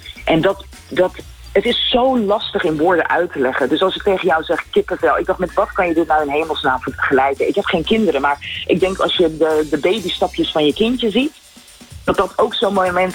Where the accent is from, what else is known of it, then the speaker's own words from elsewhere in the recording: Curaçao; wij als Curaçaoënaars